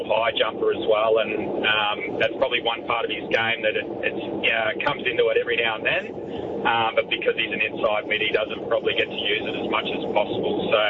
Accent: Echuca, Victoria, Australia; I was obviously born and bred in Echuca, and I moved down as a 17-year-old and got thrown straight into the system.

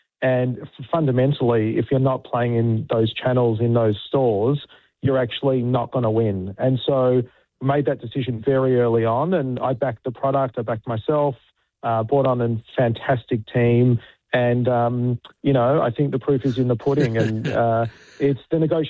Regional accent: Perth, Western Australia, Australia; I'm from Perth and grew up quite overweight

